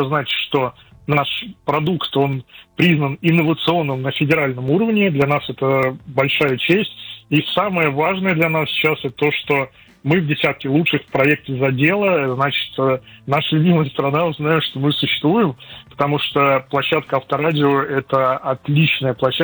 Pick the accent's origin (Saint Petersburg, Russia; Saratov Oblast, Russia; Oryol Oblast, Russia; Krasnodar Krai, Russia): Saratov Oblast, Russia; Saratov; Я из Саратова.